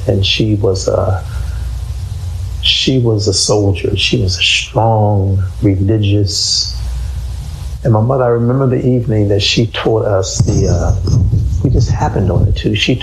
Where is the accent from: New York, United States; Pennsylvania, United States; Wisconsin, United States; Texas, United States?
Pennsylvania, United States; Philadelphia; When I was a young boy growing up in North Philly